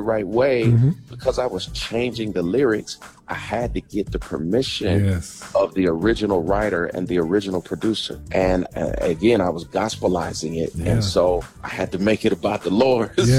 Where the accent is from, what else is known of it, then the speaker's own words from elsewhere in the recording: Charlotte, North Carolina, United States; She drove to a studio where I was from Charlotte, and we jumped in the studio, and the rest is history.